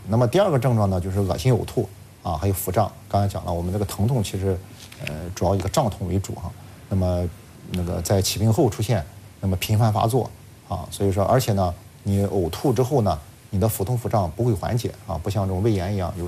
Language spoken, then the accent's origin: Chinese; China; 我们中国人